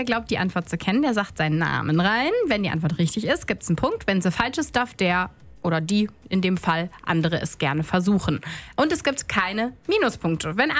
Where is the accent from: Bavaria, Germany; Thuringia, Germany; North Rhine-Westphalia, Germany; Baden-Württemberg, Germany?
North Rhine-Westphalia, Germany; Wuppertal; ich weiß es aber selbst als Wuppertalerin nicht.